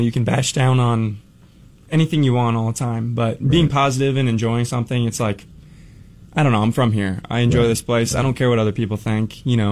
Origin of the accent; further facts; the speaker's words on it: Peoria, Illinois, United States; Peoria. Born.